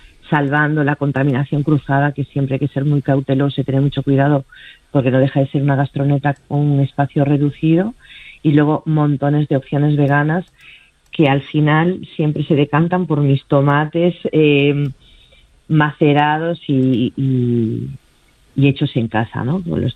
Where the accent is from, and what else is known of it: Galicia, Spain; also born or lived in Madrid